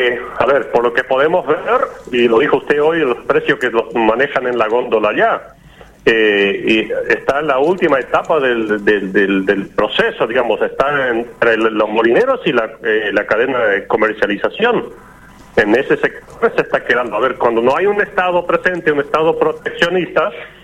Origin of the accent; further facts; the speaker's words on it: Aristóbulo del Valle, Misiones, Argentina; Yo soy de Aristóbulo del Valle.